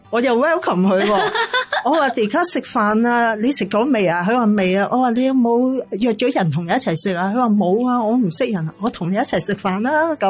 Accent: China; 三個係加拿大裔，但係咧一個係意大利裔，我係中國人。

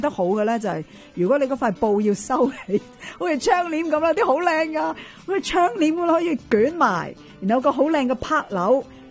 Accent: Canada; 呢几个地方系我哋加拿大人咧。以前即未有话周围去得咁紧要，游轮嗰阵时都仲系啱啱起步嘅 popular 嘅时候，去 all inclusive，

